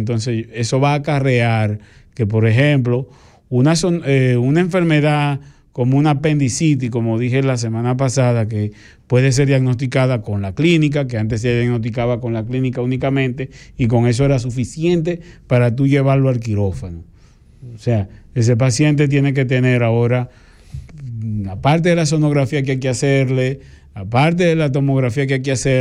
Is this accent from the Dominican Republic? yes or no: yes; Dominican Republic; nosotros como médicos, como ente dominicanos que somos, como médicos que trabajamos en la República Dominicana